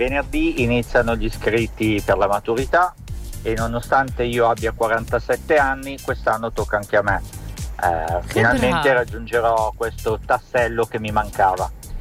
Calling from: Certosa di Pavia, Lombardy, Italy; da Certosa di Pavia.

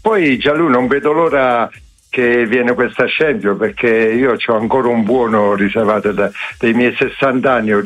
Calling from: Oberdorf, Switzerland; da Oberdorf.

